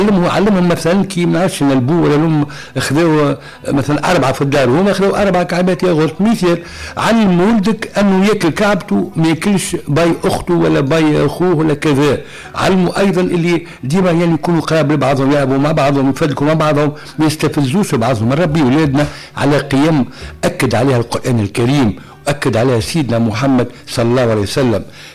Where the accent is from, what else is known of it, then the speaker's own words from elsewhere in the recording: Tunisia; وربي يحفظ بلادنا تونس على الخضراء من قلوب الحاقدين والحاسدين.